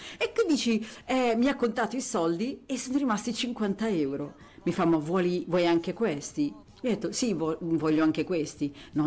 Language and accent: Italian; Crema, Lombardy, Italy; now in Naples, Italy; io sono cremasca